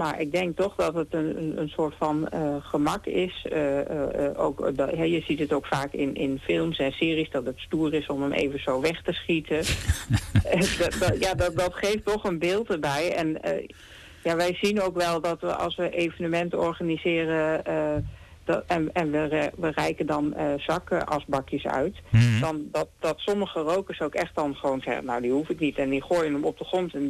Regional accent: Tilburg, North Brabant, Netherlands; now in Brummen, Netherlands; ik kom oorspronkelijk uit Tilburg, maar ik woon al wel 18 jaar in Brummen inmiddels.

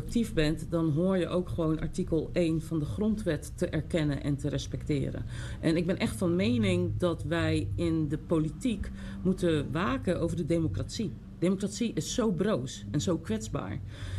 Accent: Zeeland, Netherlands; Ja, ik ben geboren en getogen in Zeeland.

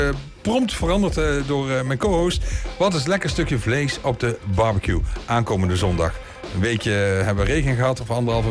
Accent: Grave, North Brabant, Netherlands; En graven waar wij zelf vandaan komen.

